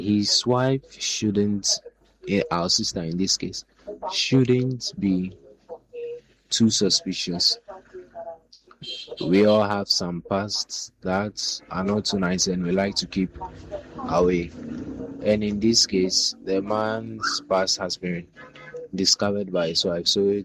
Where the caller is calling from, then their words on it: Dodowa, Greater Accra, Ghana; I'm calling from Dodoa.